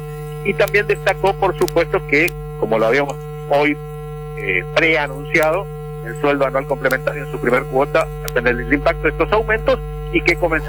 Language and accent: Spanish; Chaco, Argentina; now in Corrientes, Argentina; Siempre usted me recuerda que yo soy chaqueño